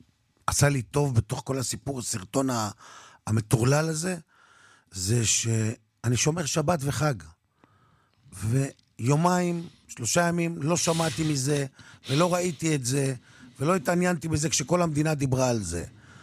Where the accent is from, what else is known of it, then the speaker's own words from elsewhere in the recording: Kiryat Shmona, Northern District, Israel; moved away; אני גם בתור ילד בקריית שמונה